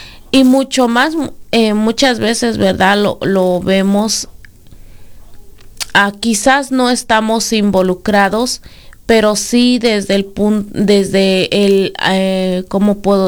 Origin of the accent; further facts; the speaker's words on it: Mexico; moved away; nosotros, pues, obviamente venimos de otro país, somos inmigrantes aquí